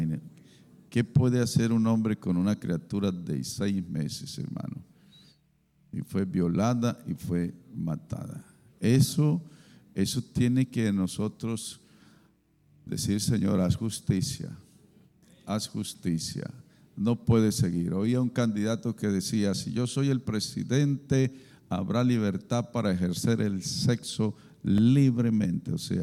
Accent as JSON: {"language": "Spanish", "country": "Colombia", "said": "Vamos a ejercer nuestro derecho como colombianos"}